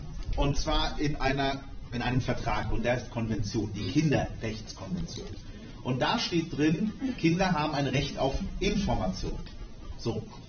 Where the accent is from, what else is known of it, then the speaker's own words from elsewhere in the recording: Egypt; now in Germany; Aus dem Land, wo ich komme, also ich komme aus Ägypten